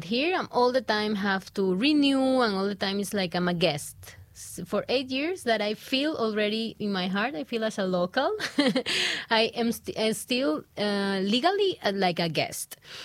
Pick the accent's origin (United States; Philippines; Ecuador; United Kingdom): Ecuador; moved away as an adult; now in Budapest, Hungary; every time I was saying that I was from Ecuador, I always had like a good reaction.